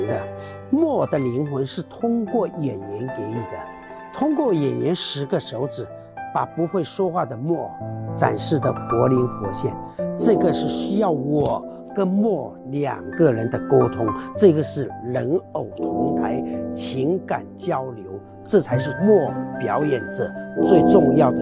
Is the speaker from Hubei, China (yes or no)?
no; Beijing, China; 我从北京来的。